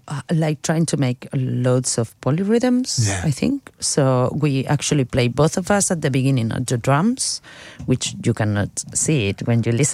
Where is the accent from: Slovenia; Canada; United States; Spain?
Spain; Galicia; born there; English is a second language; now in Catalonia, Spain; We come from Spain, actually. Well, I come from Galicia, a region in Spain, and Eddie comes from Catalonia. And we live in Catalonia